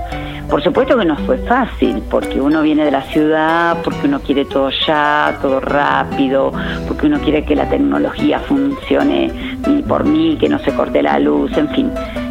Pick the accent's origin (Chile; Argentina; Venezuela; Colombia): Argentina; Buenos Aires; moved away as an adult; now in Cachi, Argentina; siempre te sale alguna cosita de la porteñitud